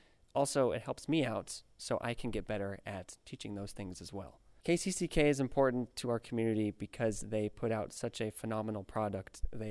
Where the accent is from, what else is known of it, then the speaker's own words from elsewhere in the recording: Des Moines, Iowa, United States; moved away as an adult; now in Cedar Rapids, United States; where I grew up back in the Des Moines area.